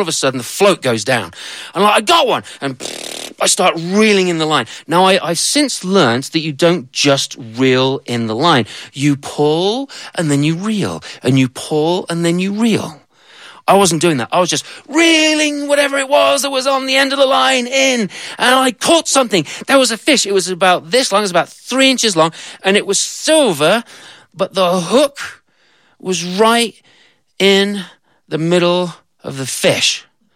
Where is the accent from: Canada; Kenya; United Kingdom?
United Kingdom; England; moved away as an adult; now in United States; I'm English.